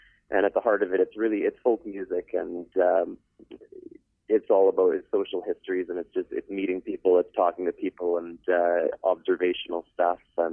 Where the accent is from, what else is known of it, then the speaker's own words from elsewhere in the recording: Winnipeg, Manitoba, Canada; I grew up in the Red River Valley here in Winnipeg